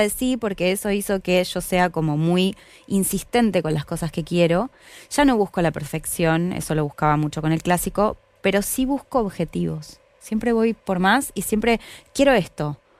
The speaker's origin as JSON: {"language": "Spanish", "town": "La Plata", "region": "Buenos Aires Province", "country": "Argentina", "said": "me venía a estudiar a Buenos Aires, yo soy de La Plata"}